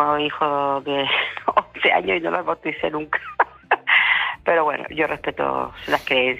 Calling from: Canary Islands, Spain; Soy de Gran Canaria.

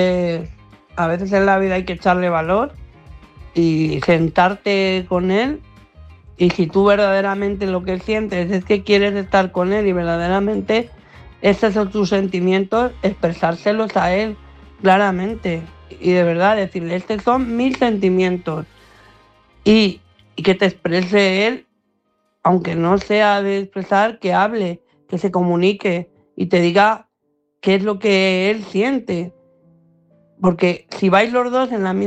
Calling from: Madrid, Community of Madrid, Spain; de Madrid.

